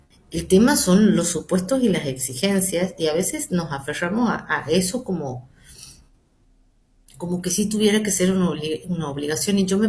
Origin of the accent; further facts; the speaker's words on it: Argentina; soy argentina